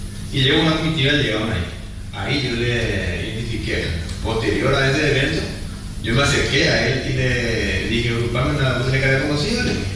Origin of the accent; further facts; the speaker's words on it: Asunción, Paraguay; yo soy de Tapa, yo soy de Asunción, le dije, yo era Asunción.